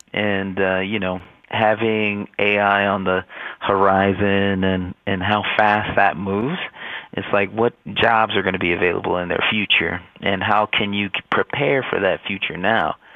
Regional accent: Denver, Colorado, United States; even as a young, you know, guy growing up in Montbello

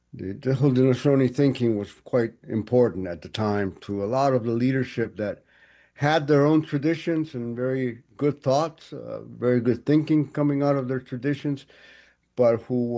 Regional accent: Camagüey, Cuba; moved away; I'm from Camagüey. Our families were traditionally Guajiro people, illiterate peasantry, it would be called at the time, campesino

